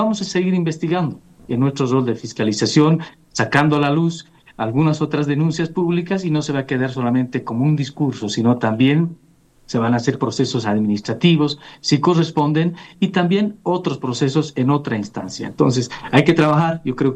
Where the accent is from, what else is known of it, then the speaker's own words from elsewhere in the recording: Cochabamba, Bolivia; el alcalde de Cochabamba, de nuestra ciudad